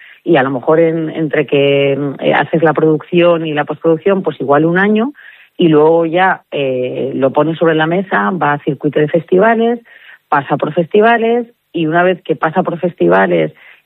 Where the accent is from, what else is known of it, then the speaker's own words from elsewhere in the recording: Madrid, Community of Madrid, Spain; moved away; yo sí en su momento lo di, hace 20 años me vine de Madrid, y ves que el paso desde luego cuesta, porque tienes tus raíces